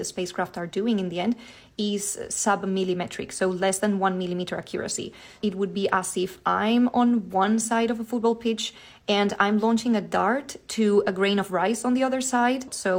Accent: Spain; because I am from Spain.

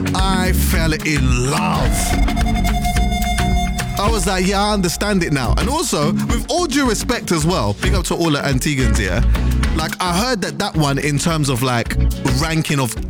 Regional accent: Jamaica; me being Jamaican, loving dancehall and loving reggae music

